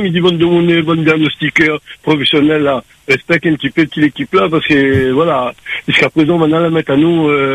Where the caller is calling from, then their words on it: France; moi, j'habite en France